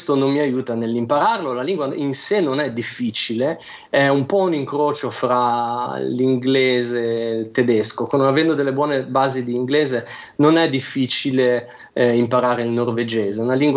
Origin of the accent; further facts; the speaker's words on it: Genoa, Liguria, Italy; moved away as an adult; now in Norway; E se poi genovesi ci conosciamo molto